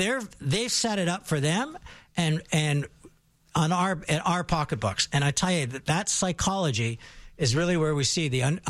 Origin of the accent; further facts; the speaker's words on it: Montreal, Quebec, Canada; I grew up in Montreal. I love the Habs.